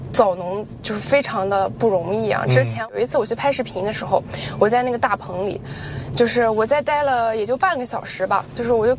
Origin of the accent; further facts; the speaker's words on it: Qingdao, Shandong, China; moved away as an adult; now in Xiawa, Zhanhua, China; 我家是青岛的，